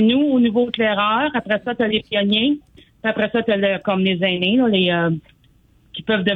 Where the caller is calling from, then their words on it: Rockland, Ontario, Canada; je suis de Rockland.